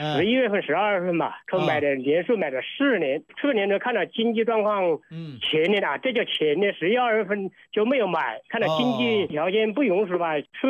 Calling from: Honghu, Hubei, China; 我是洪湖新滩的。

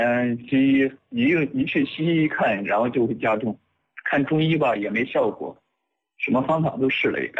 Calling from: Luoyang, Henan, China; 我河南洛阳。

